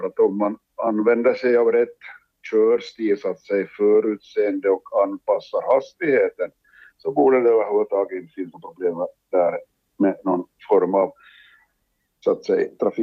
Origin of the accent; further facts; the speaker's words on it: Åland Islands; som ålänning